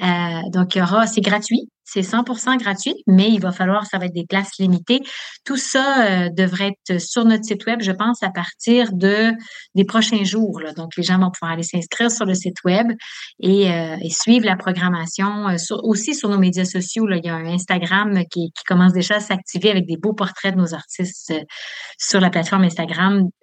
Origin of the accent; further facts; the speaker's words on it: Quebec City, Quebec, Canada; Je viens de Québec.